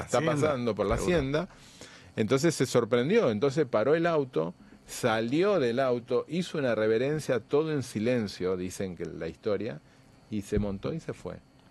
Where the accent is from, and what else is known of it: Argentina